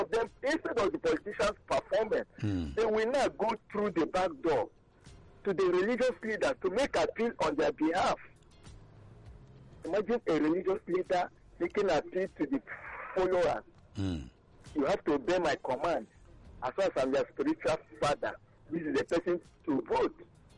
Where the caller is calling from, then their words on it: Edo, Nigeria; I'm calling from Edo.